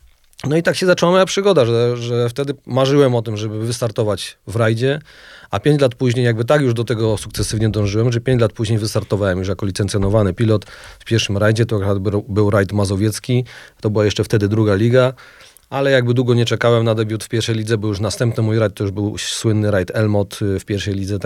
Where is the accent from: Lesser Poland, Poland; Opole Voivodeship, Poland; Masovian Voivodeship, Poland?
Lesser Poland, Poland; Jordanów; ja pochodzę z Jordanowa, to jest taka mniejsza miejscowość koło Rabki Zdrój w Małopolsce.